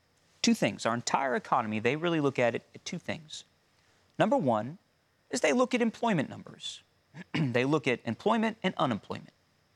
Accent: United States

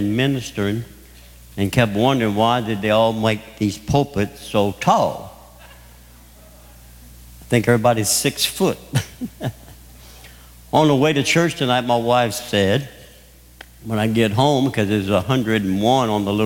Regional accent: Thibodaux, Louisiana, United States; also born or lived in West Virginia; Thibodaux, where I'm from, the metropolitan city, and we're actually above sea level, 12 foot.

